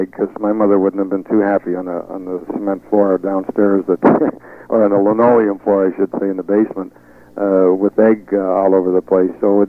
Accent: Canada; As you said, I was raised in Canada, so I learned all my hockey in Canada.

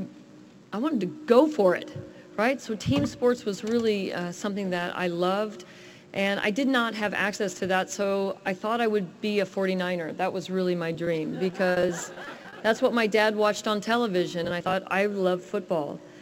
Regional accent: San Jose, California, United States; as a young girl, growing up in South San Jose, There was no professional women's sports.

